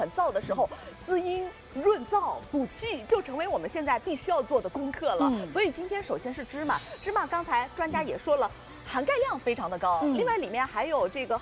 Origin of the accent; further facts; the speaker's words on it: China; 我们中国人特别讲究精气神儿。